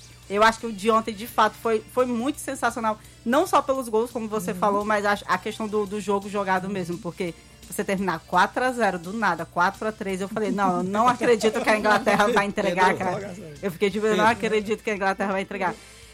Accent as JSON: {"language": "Portuguese", "country": "Brazil", "said": "a gente como brasileiro"}